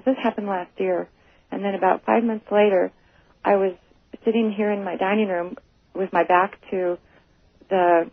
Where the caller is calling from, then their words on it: Wenatchee, Washington, United States; Hi, I'm calling from Wenatchee.